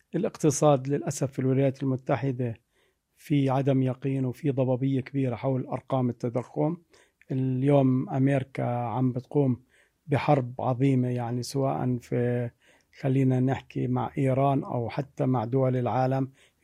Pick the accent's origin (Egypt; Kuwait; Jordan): Jordan; كلمة أنه أنا ما بشتري مش موجودة عندنا بالأردن